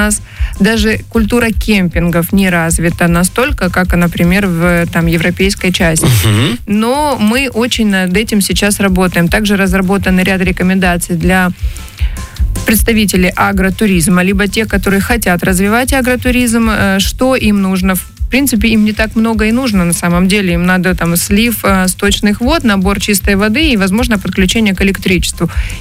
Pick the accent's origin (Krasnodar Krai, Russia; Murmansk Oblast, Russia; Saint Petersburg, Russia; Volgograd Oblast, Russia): Krasnodar Krai, Russia; я как потомственная казачка хочу открыть глубинку Кубани.